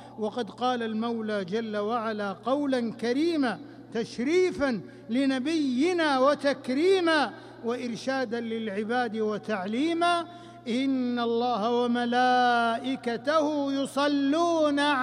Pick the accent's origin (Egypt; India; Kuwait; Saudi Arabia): Saudi Arabia; جعل بلادنا المملكة العربية السعودية